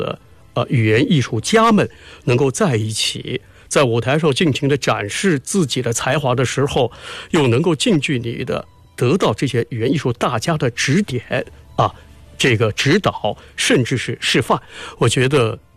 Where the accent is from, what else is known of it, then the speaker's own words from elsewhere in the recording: Nanjing, Jiangsu, China; 我的家乡南京